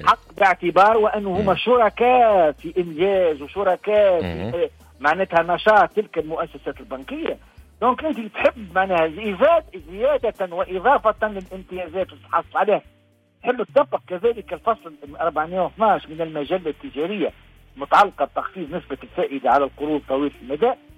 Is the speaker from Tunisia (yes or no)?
yes; Tunisia; ما انا شعب تونسي.